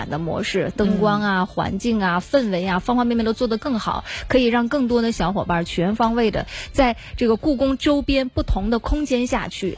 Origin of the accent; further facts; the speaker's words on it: Northeast China, China; accent: Northeastern; 我们当地的这个口音是很魔幻的，一上去都是天辽地宁，山海有啊，反了，山海有情，天辽地宁。